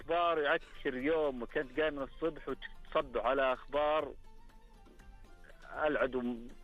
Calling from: Unaizah, Al-Qassim, Saudi Arabia

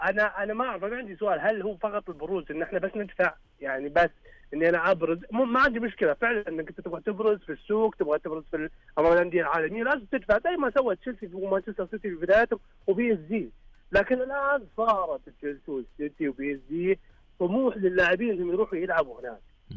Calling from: Al-Ahsa, Eastern Province, Saudi Arabia; انا حساوي

